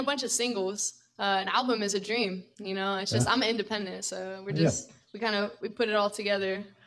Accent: Longwood, Florida, United States; also born or lived in New York; I was born in New York, but raised over there in Longwood. It's like greater Orlando area.

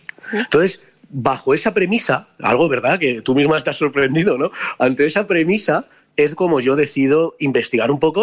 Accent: Madrid, Community of Madrid, Spain; yo soy de Madrid

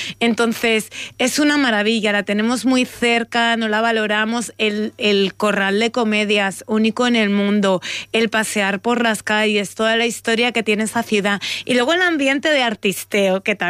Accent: Ciudad Real, Castilla-La Mancha, Spain; los que somos de Ciudad Real

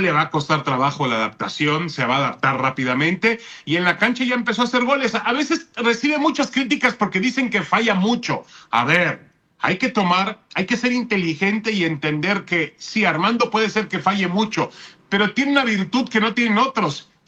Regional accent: Newport Beach, California, United States; Yo soy nativo de ahí. Newport Beach.

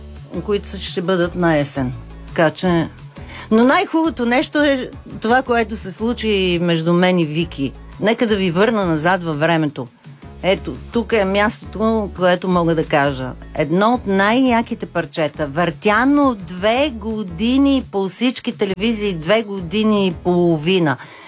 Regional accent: Montana, Montana Province, Bulgaria; Аз съм от Монтана, от Северозапада. И между другото исках това да се личи по някакъв начин.

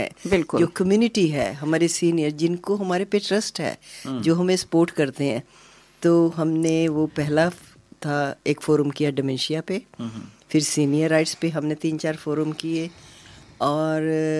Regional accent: Chandigarh, India; moved away as an adult; now in Australia

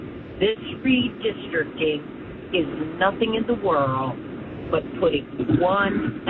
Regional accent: Montgomery County, Maryland, United States; now in northern Baltimore County, Maryland, United States; I grew up in Montgomery County.

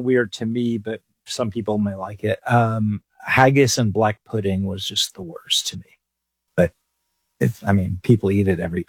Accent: England, United Kingdom; Growing up in England, I studied English history.

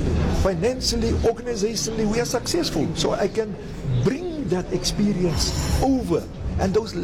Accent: Western Cape, South Africa; I'm from the Western Cape.

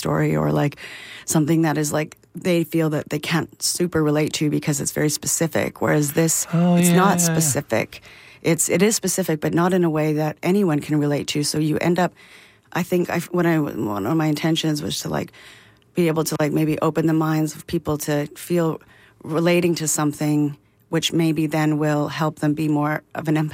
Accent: Alberta, Canada; growing up in Alberta in the 90s and you know, kind of figuring out you're queer

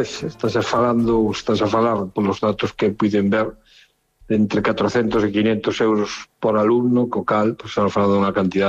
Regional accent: Lugo, Galicia, Spain; como no caso meu, que son de Lugo, e aquí temos o San Froilán

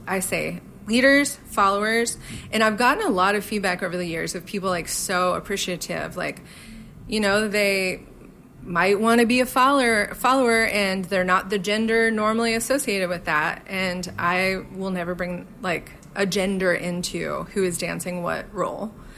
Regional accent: Louisiana, United States; now in Nashville, United States; I moved here from Southwest Louisiana 11 years ago, and I realized that I was already a musician.

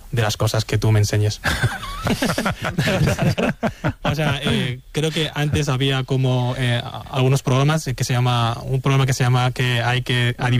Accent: China; Somos dos personas chinas que hemos dedicado a redes

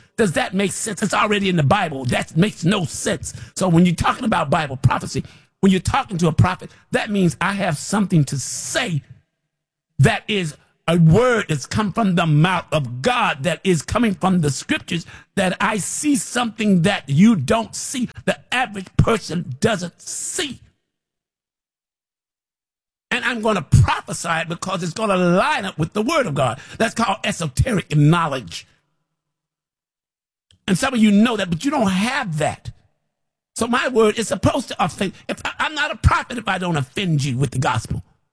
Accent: United States; Like, I'm American.

